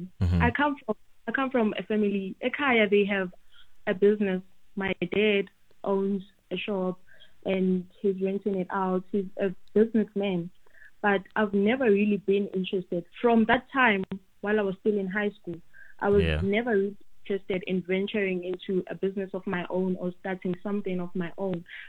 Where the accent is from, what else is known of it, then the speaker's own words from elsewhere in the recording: Klerksdorp, North West, South Africa; Well, I come from a very small town, Klerksdorp. I come from Kanana, as in Klerksdorp in Northwest. So we don't have a lot of exposure to career fairs and all those things. It's just a small town from Ekasi.